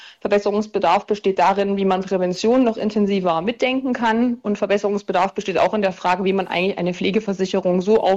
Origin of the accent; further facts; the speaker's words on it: East Germany, Germany; für mich als Ostdeutsche